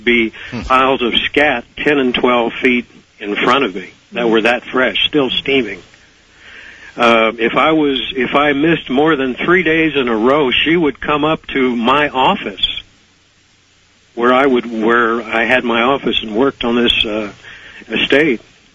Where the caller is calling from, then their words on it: California, United States; calling from the Northern Sierra.